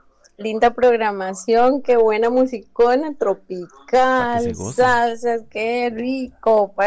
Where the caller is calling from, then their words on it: Puerto San Pablo, Puntarenas, Costa Rica; Te hablo de Puerto San Pablo